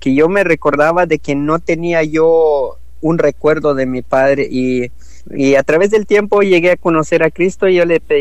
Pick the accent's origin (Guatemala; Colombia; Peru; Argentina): Guatemala; now in United States; le digo que soy de Guatemala, mis padres están en Guatemala, yo estoy aquí en Estados Unidos